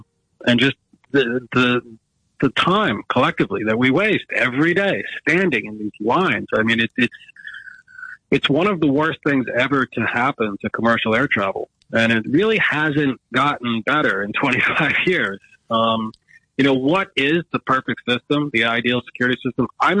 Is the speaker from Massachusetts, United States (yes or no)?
yes; Boston, Massachusetts, United States; here at my hometown airport, Boston Logan, where two of the four hijacked planes departed from